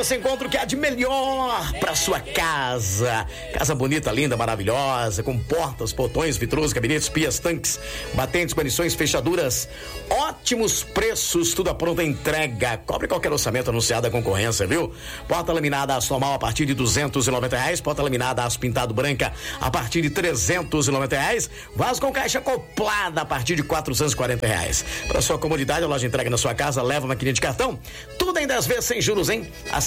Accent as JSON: {"language": "Portuguese", "town": "Descalvado", "region": "São Paulo", "country": "Brazil", "tie": "born or raised there", "said": "em Descalvado, minha terra querida, amada inesquecível"}